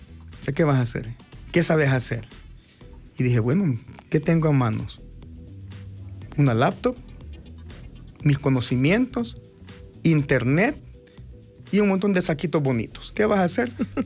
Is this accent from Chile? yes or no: no; El Salvador